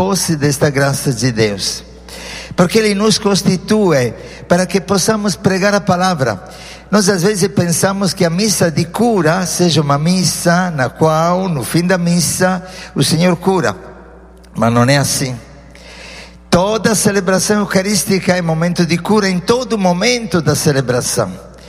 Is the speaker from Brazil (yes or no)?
no; Sardinia, Italy; moved away; Na minha terra belíssima, que se chama Sardenha, uma ilha no meio do Mediterrâneo